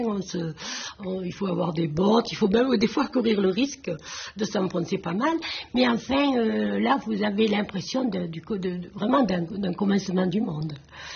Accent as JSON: {"language": "French", "region": "Corsica", "country": "France", "said": "Moi, je suis plutôt du Corse, si on regarde d'où je viens."}